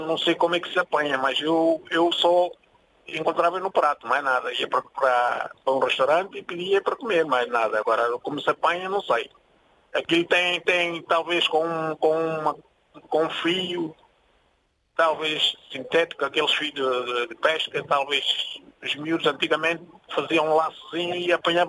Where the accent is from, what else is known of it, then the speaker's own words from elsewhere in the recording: São Tomé & Príncipe; moved away as an adult; now in Portugal; Saí de São Tomé com 32 anos. Estou agora em Portugal há 35.